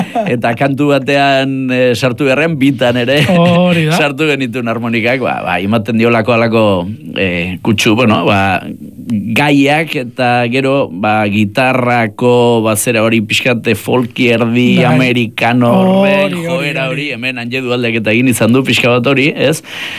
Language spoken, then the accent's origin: Basque; Errenteria, Basque Country, Spain; born there; ni Santa Clara kalean sortu nintzen Errenterian